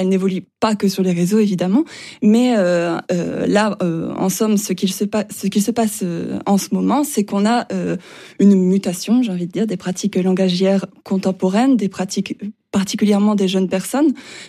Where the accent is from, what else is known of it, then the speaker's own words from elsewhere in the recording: Hauts-de-France, France; je ne suis pas à l'Université de Rennes, mais de l'Université d'Artois, et j'y tiens, je viens du Nord-Pas-de-Calais.